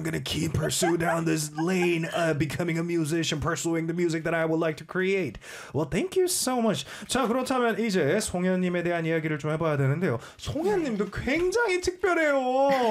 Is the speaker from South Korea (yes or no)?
yes; Daejeon, South Korea; so I thought that place was especially beautiful because of its stability and peace, and it resembles my hometown, which is 대전.